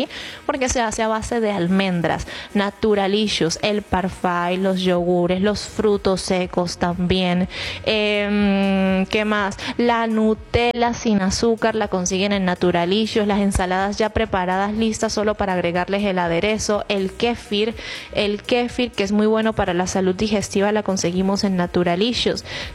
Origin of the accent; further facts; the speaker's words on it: Venezuela; todos somos venezolanos.